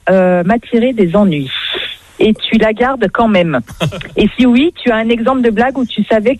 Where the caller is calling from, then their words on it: Auvergne-Rhône-Alpes, France; Je vous appelle de, à côté de Grenoble, dans l'Isère